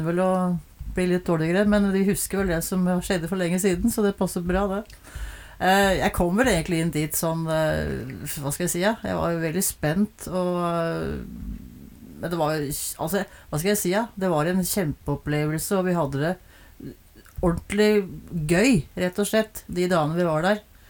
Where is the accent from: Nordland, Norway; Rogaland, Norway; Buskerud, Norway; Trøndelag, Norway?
Buskerud, Norway; Ådalen; Da kom jeg … gudsordet fra Ådalen, inn i studio